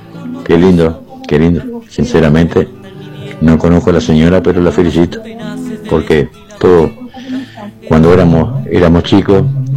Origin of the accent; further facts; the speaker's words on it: Montevideo, Uruguay; yo que me crié en Montevideo